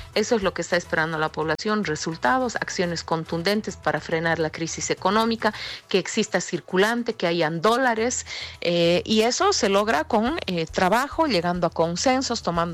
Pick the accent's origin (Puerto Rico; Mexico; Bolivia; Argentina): Bolivia; todos somos bolivianos